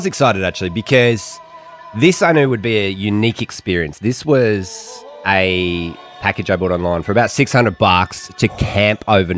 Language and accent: English; Australia; I'm 36 from Australia.